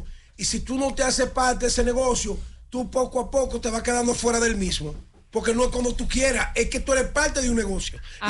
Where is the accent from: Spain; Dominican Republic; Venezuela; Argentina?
Dominican Republic